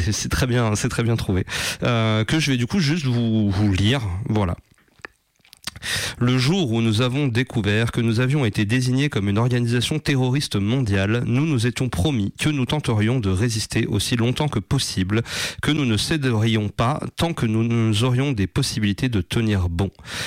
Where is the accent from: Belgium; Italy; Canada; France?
Italy; accent: Italian; French is a second language